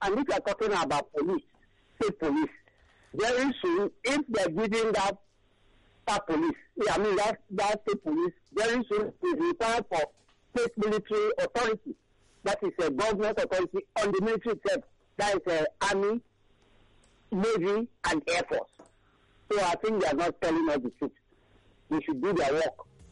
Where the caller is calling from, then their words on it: Lagos, Nigeria; I'm calling from Abang again, Ekotun.